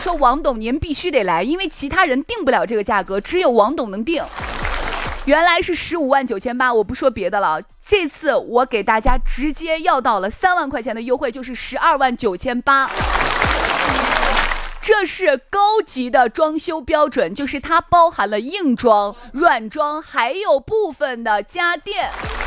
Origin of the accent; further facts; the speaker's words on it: Shaanxi, China; 我们陕西人，我是陕西人